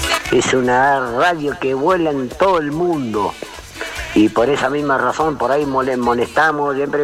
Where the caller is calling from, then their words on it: Argentina; Somos todos argentinos.